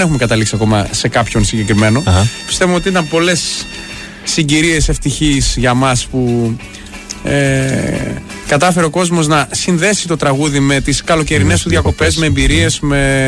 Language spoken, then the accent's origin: Greek; Thessaloniki, Central Macedonia, Greece; also born or lived in Paris, France; Έλληνας Θεσσαλονικιός βέβαια. Ήρθα 5 χρονών με τους γονείς μου από Γαλλία, Ελλάδα και από τότε δεν έφυγα από τη Θεσσαλονίκη καθόλου.